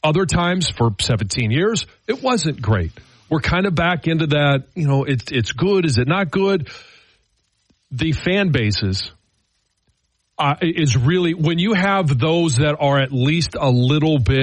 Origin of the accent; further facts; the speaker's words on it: Michigan, United States; "Oh, you know, from Michigan."